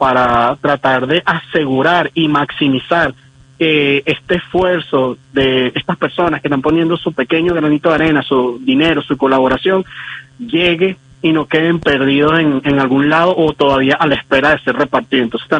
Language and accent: Spanish; Venezuela